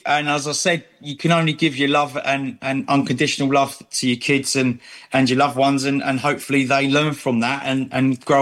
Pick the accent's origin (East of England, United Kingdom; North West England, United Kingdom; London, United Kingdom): London, United Kingdom; also born or lived in Cyprus / Essex; now in near Stansted, United Kingdom; Originally Northwest London, but I moved out to Essex and then I'm now in a place like near Stansted now, near Dunmo.